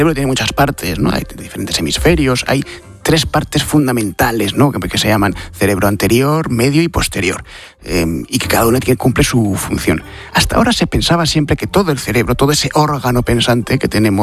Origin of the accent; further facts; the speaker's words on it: Madrid, Community of Madrid, Spain; Yo que soy madrileño, digo, a ver, ¿qué probabilidad tengo yo